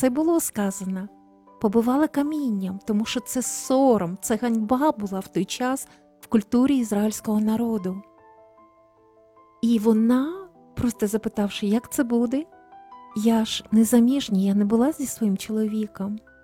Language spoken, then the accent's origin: Ukrainian; Kyiv, Ukraine; дідусі, бабусі, бабусечки, прабабусечка, одна точно знаю, жили в Києві, я народилася в Києві.